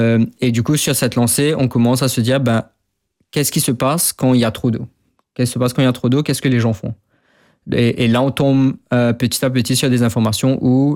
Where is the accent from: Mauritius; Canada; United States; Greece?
Mauritius; born there; on se retrouve en fin 2023 à Maurice parce que moi j'ai envie de travailler dans mon pays natal.